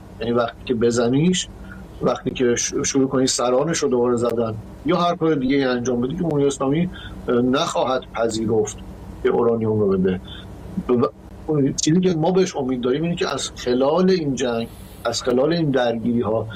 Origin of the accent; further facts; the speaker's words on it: Iran; من شخصا به عنوان یک ایرانی آرزو میکنم که اهداف جوری باشه که رنج زیادی به مردم کشور من وارد نشه، به عزیزان من که در ایران هستن وارد نشه